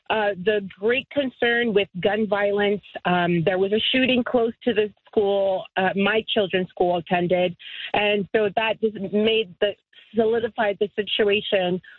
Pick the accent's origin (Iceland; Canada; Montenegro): Canada; I've been kind of living the last 6 years, you know, in the environment of being in the United States as a Canadian, and my family being there as well.